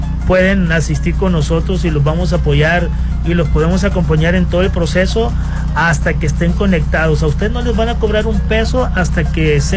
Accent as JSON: {"language": "Spanish", "town": "Escuinapa", "region": "Sinaloa", "country": "Mexico", "said": "yo soy de Escuinapa"}